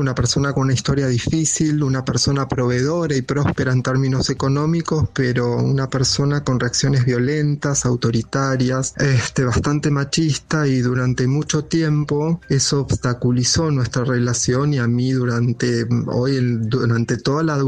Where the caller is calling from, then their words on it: Acasuso, Buenos Aires Province, Argentina; Hola Luisa, buenas noches … de Acasuso